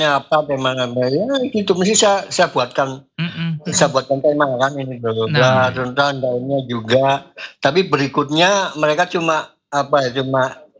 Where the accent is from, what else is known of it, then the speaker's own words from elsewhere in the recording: Purbalingga, Central Java, Indonesia; also born or lived in Solo; Ya memang saya bukan tidak lahir di Purbalingga, tapi saya besar di Purbalingga.